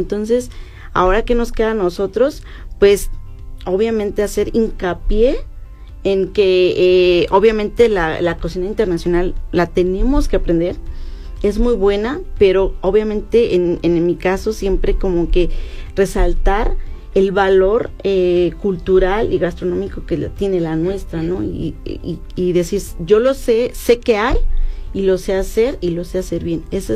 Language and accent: Spanish; Mexico; Eso es en lo que nosotros como mexicanos nos queda